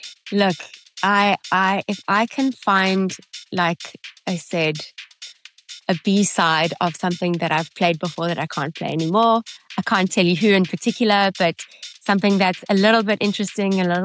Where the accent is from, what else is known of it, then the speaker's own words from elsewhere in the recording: South Africa; being South African, I'm super proud.